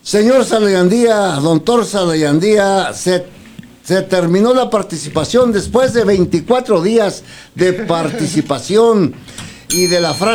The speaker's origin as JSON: {"language": "Spanish", "town": "Ciudad Juárez", "region": "Chihuahua", "country": "Mexico", "tie": "born or raised there", "said": "De aquí, de Ciudad Juárez."}